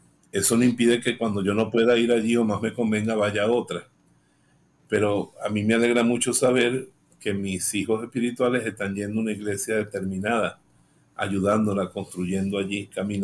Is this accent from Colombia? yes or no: no; Venezuela; Y hay cosas de la parroquia, como decimos los venezo